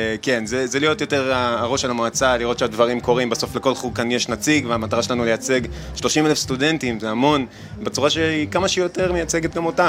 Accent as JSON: {"language": "Hebrew", "town": "Nahariya", "region": "Northern District", "country": "Israel", "tie": "born there", "moved": "as an adult", "said": "אני גר פה במעונות, אני במקור מנהריה."}